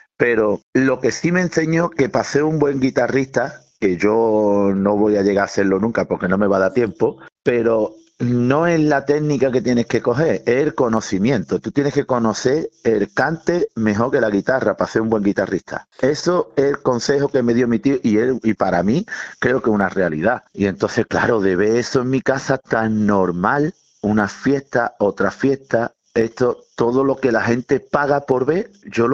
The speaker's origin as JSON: {"language": "Spanish", "town": "Vélez-Málaga", "region": "Andalusia", "country": "Spain", "said": "Yo soy de Vélez Málaga."}